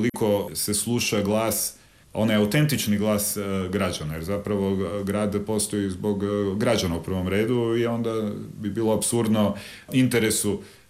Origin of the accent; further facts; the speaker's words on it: Zagreb, City of Zagreb, Croatia; Ja sam odrastao u Travnom i tamo još uvijek živi dio moje obitelji